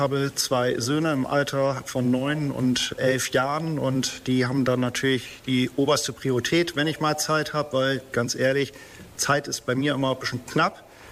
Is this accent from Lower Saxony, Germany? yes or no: yes; Butjadingen, Lower Saxony, Germany; Ich bin 48 Jahre alt und echt Wesermarsch. Bin aufgewachsen in Budjadingen auf einem landwirtschaftlichen Betrieb meiner Eltern. Habe dann mein Abitur auch in Tossens gemacht.